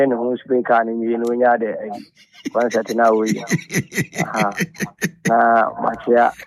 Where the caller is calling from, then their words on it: Adenta, Greater Accra, Ghana; I'm from Adenta.